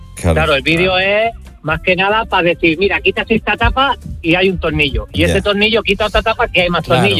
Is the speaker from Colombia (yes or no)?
no; Castelldefels, Catalonia, Spain; born or raised there